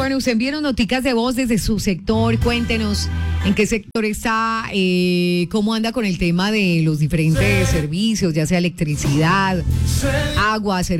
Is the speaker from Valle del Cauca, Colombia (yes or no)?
no; Manzanares, Caldas, Colombia; now in Pereira, Colombia; A mí no me tocó el terremoto del 99 aquí en Pereira, de hecho me tocó pues en mi tierra, en Manzanares.